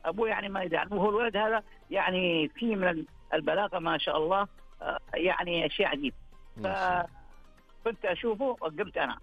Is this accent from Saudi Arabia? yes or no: yes; Asir, Saudi Arabia; في مكان اسمه البركة عندنا في الجنوب